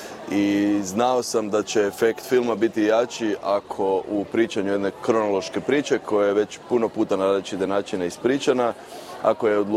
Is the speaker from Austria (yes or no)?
no; Rijeka, Primorje-Gorski Kotar County, Croatia; Sa talijanske strane granice priča o Danunciju jako razlika od priče kod nas u Rijeci